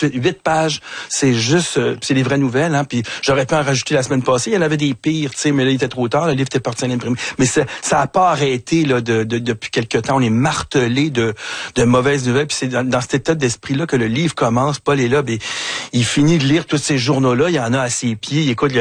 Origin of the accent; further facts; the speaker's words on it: Montreal, Quebec, Canada; Je suis un vrai Montréalais né ici. J'ai jamais traversé les ponts, mais presque, tu sais. J'ai toujours sur l'île.